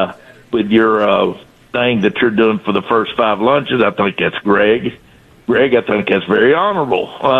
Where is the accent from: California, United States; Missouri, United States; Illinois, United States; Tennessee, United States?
Tennessee, United States; Nashville; born there; now in Nolensville, United States; I've got to find my way from Nolensville to East Nashville. And my family started out growing up in East Nashville.